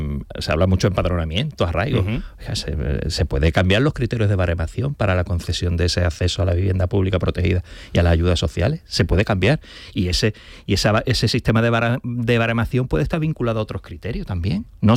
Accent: Cádiz, Andalusia, Spain; Yo soy gaditano

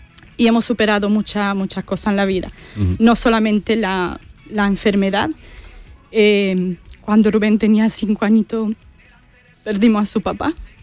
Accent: Romania; Spanish is a second language; moved away; Yo soy de Rumanía.

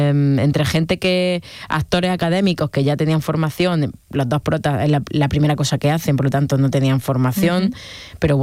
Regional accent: Níjar, Andalusia, Spain; gente de mi pueblo, de Níjar

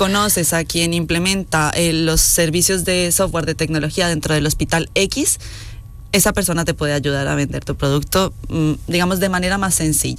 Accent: Colombia; Yo en Colombia había tenido la oportunidad de trabajar, porque yo soy colombiana

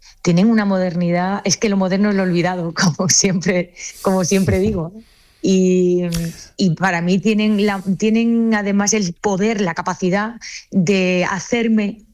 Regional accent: Seville, Andalusia, Spain; Yo soy sevillana, y que el editor me propusiera... Escribir sobre Jerez para mí fue un choque.

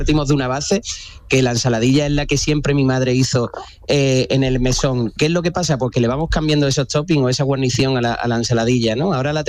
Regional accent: Alcalá de Guadaíra, Andalusia, Spain

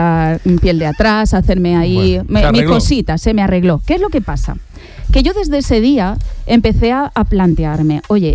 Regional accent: Calvià, Balearic Islands, Spain; moved away; Yo tenía 15 años. Yo colaboraba en una radio de estas locales de ahí de mi pueblo, de Calvía

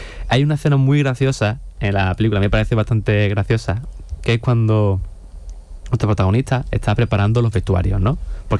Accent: Jerez de la Frontera, Andalusia, Spain; Yo soy de Jerez, no soy de Houston

